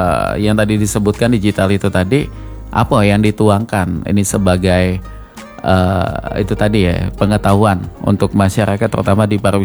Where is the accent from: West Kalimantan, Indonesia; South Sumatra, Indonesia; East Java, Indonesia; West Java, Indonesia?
South Sumatra, Indonesia; Palembang; Kebetulan saya asli daerah Kesekayu Pule kalau aku nih ya. Walaupun besar lahir di Palembang, tapi darahnya kental Musi Banyuasin di Kampung 4 kalau kami.